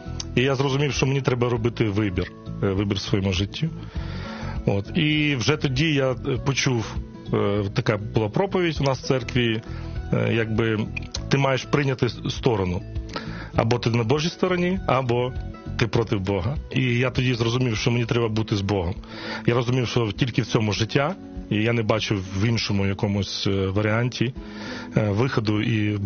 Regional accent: Kyiv, Ukraine; Народився я в місті Києві. Так сказати, батьки мої народилися тут, і дідусі з бабусями, то я, можна сказати, корінний київлянин.

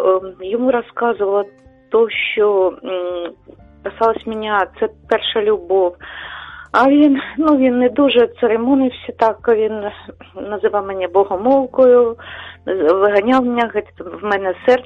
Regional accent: Kharkiv, Kharkiv Oblast, Ukraine; я з Харкова.

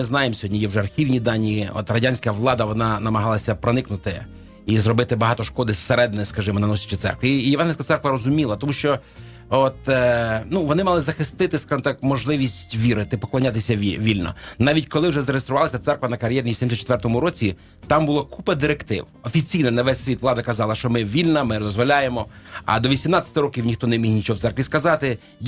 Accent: Motovylivka, Kyiv Oblast, Ukraine; born there; now in Vyshhorod, Ukraine; Народився я на Київщині, тут, якщо точніше, в Фастівському районі, в районі є таке село. Колись була Червона Мотовилівка. Слава Богу, всі червоні вже пішли, залишилася просто Мотовилівка.

